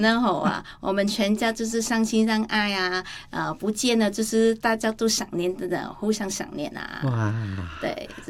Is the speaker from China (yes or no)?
no; Vietnam; Chinese is a second language; moved away as an adult; 我说不是，我是从越南来的。对，有时候人也是猜得到我是从越南来，